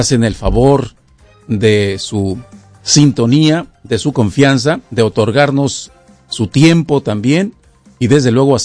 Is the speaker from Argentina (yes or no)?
no; Mexico; now in United States; precisamente aquí en los Estados Unidos y también en nuestro país de origen, mayormente para quienes somos mexicanos